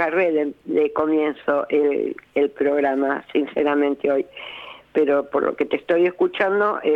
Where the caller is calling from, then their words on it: Luján, Buenos Aires Province, Argentina; una carnicería de mi primo, que yo soy la encargada de hacer las milanesas, una carnicería muy grande que hay acá en Luján, muy conocida